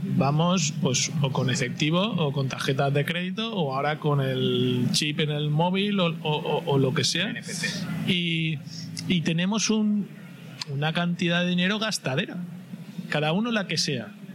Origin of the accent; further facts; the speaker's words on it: Valencia, Valencian Community, Spain; born there; la ciudad, que me encanta porque nací en ella. Muy bueno. Y la amo con todas mis fuerzas, ¿no? Soy valenciano, valencianista, fallero, o sea, lo llevo todo en el pack.